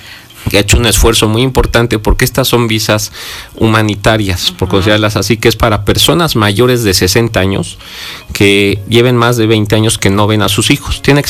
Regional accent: Puebla, Mexico; posicionando a Puebla, demostrando todas las riquezas que tenemos en todos los ámbitos y demás. Entonces, somos

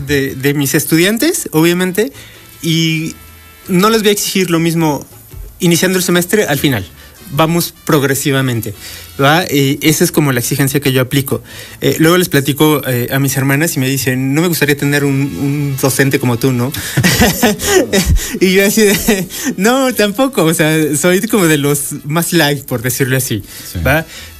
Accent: Puebla, Mexico; moved away

